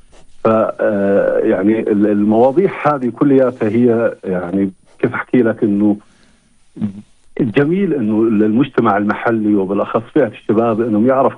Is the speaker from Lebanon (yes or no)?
no; Wadi Musa, Ma'an Governorate, Jordan; من أبناء البتراء وادي موسى،